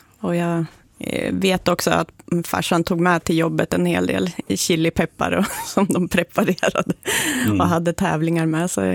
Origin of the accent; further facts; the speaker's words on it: Västernorrland County, Sweden; born there; Men när man blir lite äldre, man inser hur bra det var där ändå i Ljusstorp.